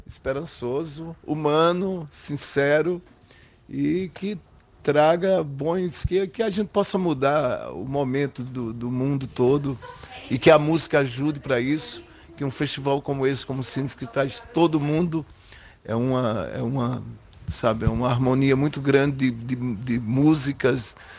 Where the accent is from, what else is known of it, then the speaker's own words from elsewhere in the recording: Brazil; a minha função como brasileiro representando o Brasil